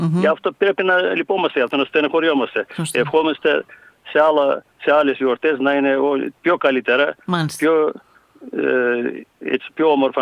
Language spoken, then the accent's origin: Greek; Sidiro, Eastern Macedonia and Thrace, Greece; Ναι, στο Σιδηρό θα είμαι.